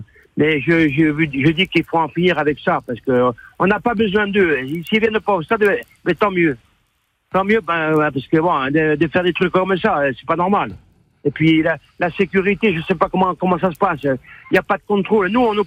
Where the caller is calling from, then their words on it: Corsica, France; moi, j'habite en Malagne.